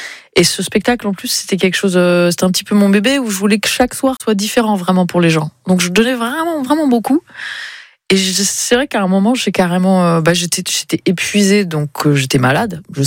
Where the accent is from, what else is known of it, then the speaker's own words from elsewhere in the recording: South, France; Attends, je suis du Sud.